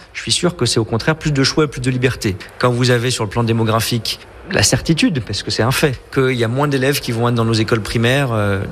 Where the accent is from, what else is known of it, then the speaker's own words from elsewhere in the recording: Paris, Île-de-France, France; Moi, je viens de Paris